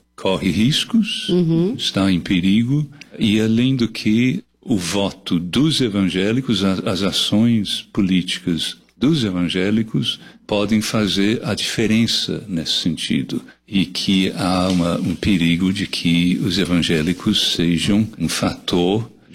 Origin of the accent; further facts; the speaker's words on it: England, United Kingdom; Portuguese is a second language; now in Brazil; Eu nasci na Inglaterra, nasci e criado na Inglaterra. Eu moro no Brasil desde 1976, então 50 anos.